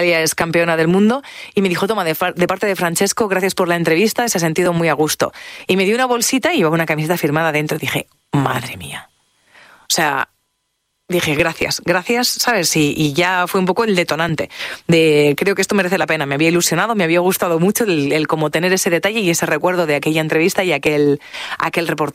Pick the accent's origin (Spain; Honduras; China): Spain; Te duela o no te duela, es verdad, yo soy española, no sé qué te pasa con nosotros